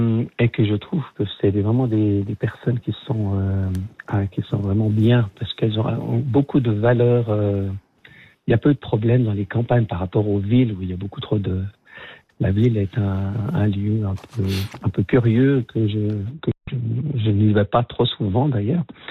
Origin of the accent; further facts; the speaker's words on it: Vaud, Switzerland; Les vaudoiseries, puisque je suis vaudois d'origine, donc, et que je l'ai fait aussi par rapport à... j'habite à la campagne